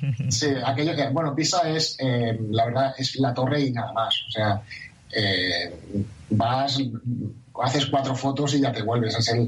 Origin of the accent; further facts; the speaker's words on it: Barcelona, Catalonia, Spain; Sí, es muy parecido para la gente como yo, que somos de Barcelona. Sería comparable a Montjuïc.